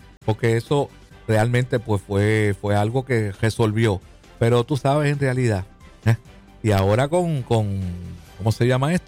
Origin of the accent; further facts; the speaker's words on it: Río Grande, Puerto Rico; also born or lived in Fajardo, Puerto Rico; now in Luquillo, Puerto Rico; en Luquillo, mi pueblo... mi pueblo donde yo vivo, pues yo soy de Río Grande, nací en Fajardo y he vivido en diferentes sitios del área este de Puerto Rico.